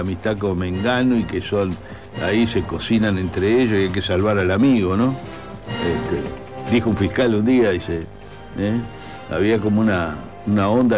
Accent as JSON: {"language": "Spanish", "country": "Uruguay", "said": "como lo que pagamos somos los uruguayos, como siempre, afuera y bailando"}